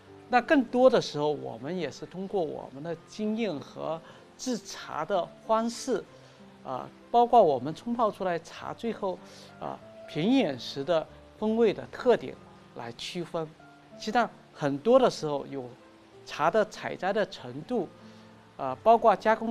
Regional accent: China; 我们中国人儒家的这种思想

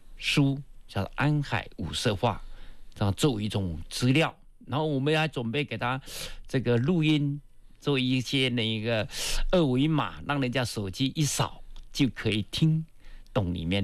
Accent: Fujian, China; 还有我们福建呢是八山一水一分田，我们闽南人呢背山向海而生

